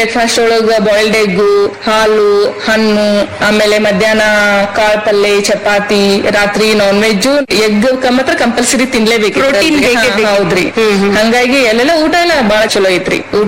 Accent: Karnataka, India; ಮನೆಯಿಂದ ಹೊರಗ್ ಬಿದ್ದಿದ್ದೆ ಬಂದಿದ್ದೆ ಬಾಗಲಕೋಟೆ ರೀ. ಅದು ಬಿಟ್ರೆ ನಾನು ಎಲ್ಲೂ ಅಲ್ಲೇ ನಮ್ಮ ಊರ್ ನಿಯರ್ ಜಮಖಂಡಿ ಅಂತ ಹೇಳಿ ನಮ್ ತಾಲೂಕ್ ರೀ

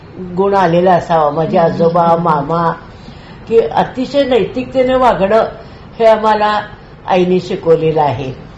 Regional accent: Rukdi, Maharashtra, India; रुकडी कोल्हापूरचं ते माझं मूळ गाव, आणि तिथं रुकडीला पण आमच्या दारामध्ये स्वामी समर्थाने दिलेल्या पादुकांचं दत्त मंदिर आहे.

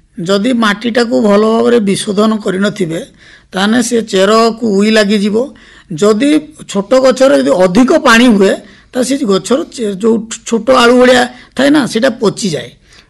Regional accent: Chhendkapur, Odisha, India; ମୁଁ ଛେଣ୍ଡକାପୁରୁ ଆସିଛି।

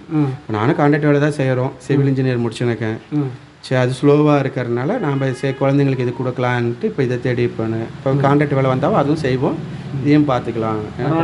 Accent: Mathigonpalayam, Tamil Nadu, India; மதிகோன்பாளிங்க.

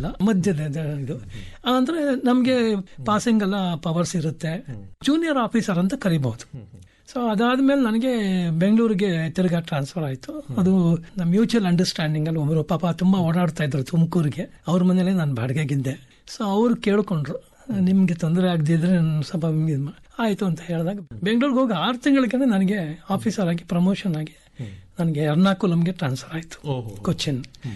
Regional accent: Mysore, Karnataka, India; also born or lived in Bangalore / Tumkur / Ernakulam; ನಾನು ಹುಟ್ಟಿದ್ದು ಮತ್ತು ಬೆಳೆದಿದ್ದೆಲ್ಲ ಮೈಸೂರು. ನನ್ನ ವಿದ್ಯಾಭ್ಯಾಸ ಆಗಿದ್ದು ಮೈಸೂರೇ. ಶಾರದಾವಲಾಸ್ ಹೈಸ್ಕೂಲಲ್ಲಿ ಓದಿದ್ದು. BCOM ಡಿಗ್ರಿಗೆ ಡಿ ಬನುಮಯಾಸ್ ಕಾಲೇಜಿಗೆ ಶಿಫ್ಟ್ ಆದೆ.

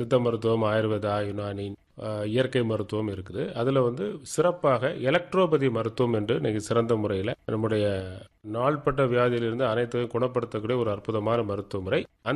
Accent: Tamil Nadu, India; என்னுடைய சொந்த ஊர் அகசீஸ்வரம் பக்கத்துல ஈச்சன்வலைங்கிற கிராமம்.

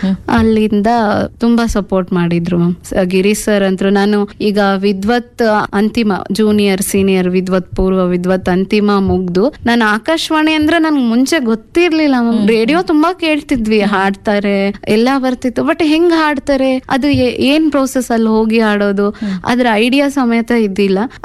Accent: Kune Madi Halli, Karnataka, India; ನಮ್ದು ಕುಣೆ ಮಾದಿ ಹಳ್ಳಿ ಅಂತ, ಕೊಟ್ಟೂರ್ ಹತ್ರ ಹರಪನಹಳ್ಳಿ ತಾಲೂಕು, ವಿಜಯನಗರ ಡಿಸ್ಟಿಕ್ ನಮ್ದು. ಅಲ್ಲಿ ನಮ್ದು ಒಂದು ಚಿಕ್ಕ ಗ್ರಾಮ, ಆದ್ರೂ ನಮ್ ಬಾಲ್ಯದ ದಿನಗಳು ತುಂಬಾ ಚೆನ್ನಾಗಿತ್ತು.

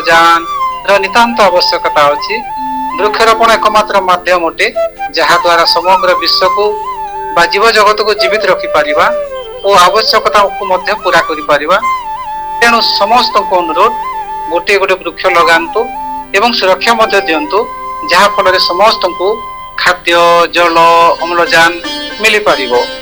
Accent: Gangajal, Odisha, India; ମୋର ଗାଁ ନାଁ ଗଙ୍ଗାଜଲ, ବ୍ଲକ କୁତ୍ରା, ଜିଲ୍ଲା ସୁନ୍ଦରଗଡ଼।

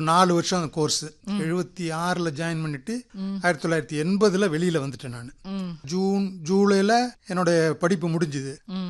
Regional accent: Tiruchirappalli, Tamil Nadu, India; also born or lived in Madurai; அங்கேயே திருச்சியிலேயே வளர்ந்து திருச்சியிலேயே படிச்சு

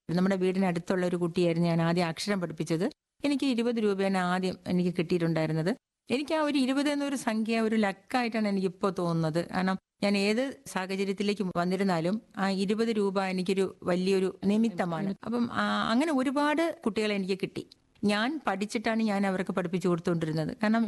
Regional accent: Poojappura, Kerala, India; ഞാൻ പൂജപ്പുരയിലാണ് ജനിച്ചു വളർന്നത്. അച്ഛനും അമ്മയും നമ്മൾ 4 അച്ഛന് കൂലിപ്പണിയാണ്.

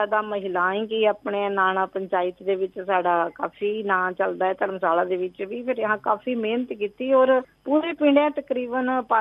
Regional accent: Nadan, Himachal Pradesh, India; और मेरा गांव नड़न, पंचायत नाणा।

